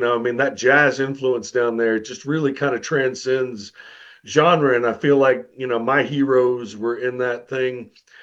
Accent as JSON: {"language": "English", "town": "Greenville", "region": "Mississippi", "country": "United States", "tie": "born or raised there", "also_born_or_lived": "Meridian, Mississippi / Hattiesburg, Mississippi", "moved": "as an adult", "lives_now": "Nashville, United States", "said": "that my granddad took me to Clarksdale, that I grew up in Greenville, that I went to elementary school in Meridian"}